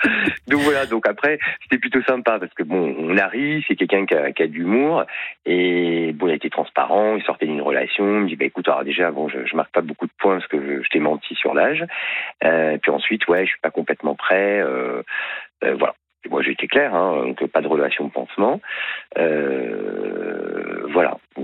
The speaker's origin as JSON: {"language": "French", "town": "Paris", "region": "Île-de-France", "country": "France", "lives_now": "Marseille, France"}